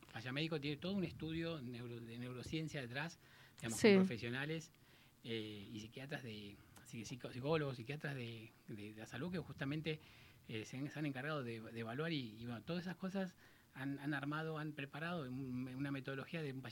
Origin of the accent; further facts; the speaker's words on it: San Luis, Argentina; born there; moved away; also born or lived in Buenos Aires; Yo, por ejemplo, me formé en Buenos Aires y, bueno, después me vine a vivir acá. Yo soy de San Luis, nací en San Luis.